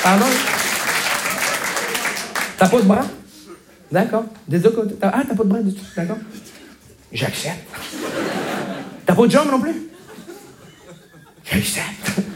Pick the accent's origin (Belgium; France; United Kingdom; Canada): Canada; Montreal, Quebec; je viens de Montréal.